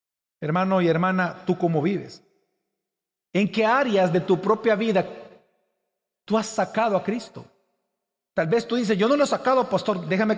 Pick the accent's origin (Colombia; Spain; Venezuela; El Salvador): El Salvador